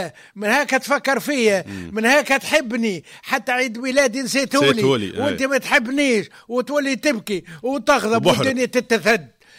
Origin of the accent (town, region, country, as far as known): Tunisia